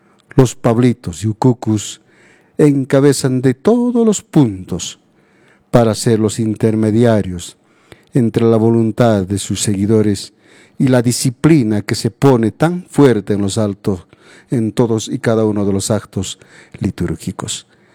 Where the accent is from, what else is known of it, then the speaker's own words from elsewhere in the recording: Peru; regiones de nuestra querida patria, el Perú